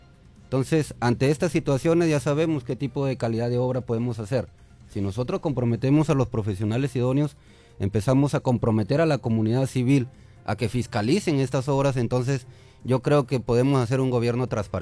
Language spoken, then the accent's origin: Spanish; Castilla, Piura, Peru; Nosotros somos nacidos en Campo Polo.